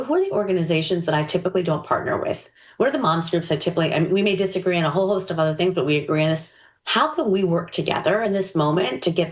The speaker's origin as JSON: {"language": "English", "region": "New York", "country": "United States", "said": "I'm a New Yorker."}